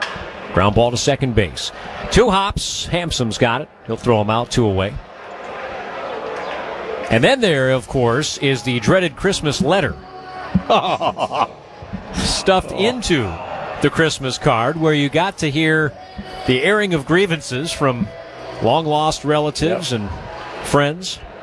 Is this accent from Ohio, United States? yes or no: yes; Toledo, Ohio, United States; The house I grew up in Toledo, the living room was kind of an open thing to the dining room. Small house